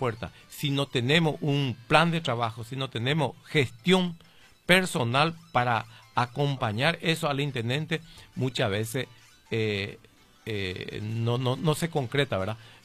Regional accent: Paraguay; Eso es lo que necesitamos como paraguayos

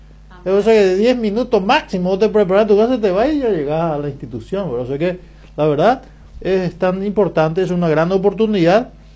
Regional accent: Paraguay; Nosotros trabajamos acá todos los días y todos somos paraguayos o llámese latino

